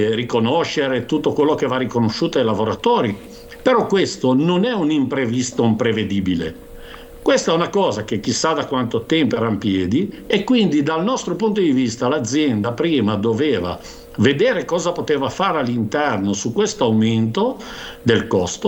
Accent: Turin, Piedmont, Italy; io ho 58 anni, quando ero ragazzino a Torino andavo a comprare il latte con la bottiglia

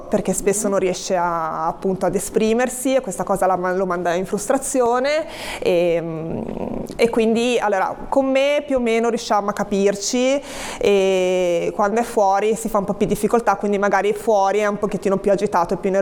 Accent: Genoa, Liguria, Italy

